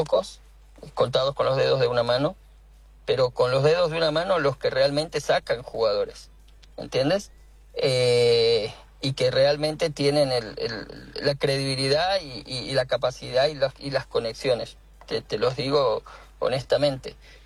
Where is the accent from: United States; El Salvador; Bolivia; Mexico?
Bolivia; Entonces eso lo ha ganado una persona que es boliviana, pero que no valoran como boliviana.